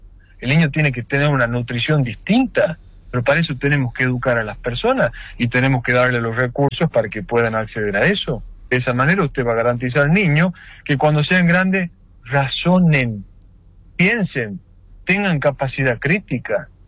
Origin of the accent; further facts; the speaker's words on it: La Rioja, Argentina; que orgullo decir que somos de esta tierra.